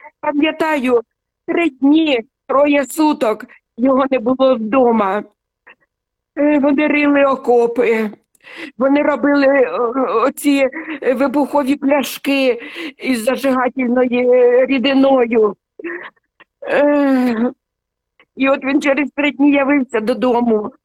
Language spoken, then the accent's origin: Ukrainian; Sumy, Sumy Oblast, Ukraine; moved away as an adult; now in Denmark; Я корінна сумчанка. Я народилася в місті Суми. Тут народилися мої діти, мої онуки і мої правнуки. І я дуже люблю своє місто Суми.